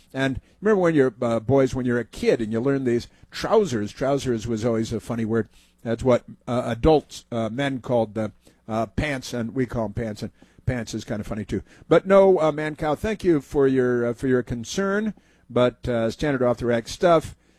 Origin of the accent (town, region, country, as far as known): Chicago, Illinois, United States; born or raised there